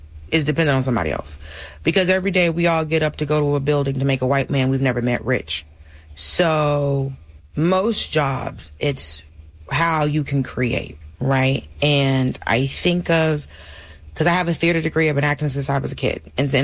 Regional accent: Atlanta, Georgia, United States; So I still had the long beard with my gold bees in it because I'm still from Atlanta, right? But, you know, on some just old head southern stuff.

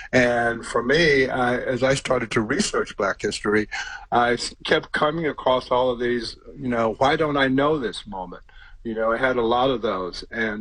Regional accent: Houston, Texas, United States; growing up in Southeast Houston

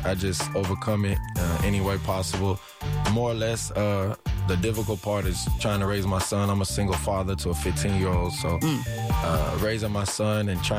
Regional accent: Houston, Texas, United States; born there; I live on the north side right now

